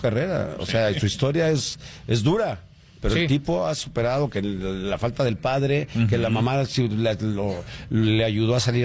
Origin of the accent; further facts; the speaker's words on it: Mexico; Álvaro Fidalgo, desafortunadamente para nosotros como mexicanos, no respondió a la expectativa.